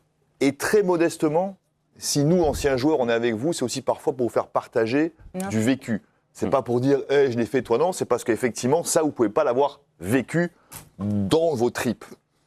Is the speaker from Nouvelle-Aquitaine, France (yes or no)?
no; Nice, Provence-Alpes-Côte d'Azur, France; moved away; quand je suis revenu chez moi, à Nice, avec mes parents dans les tribunes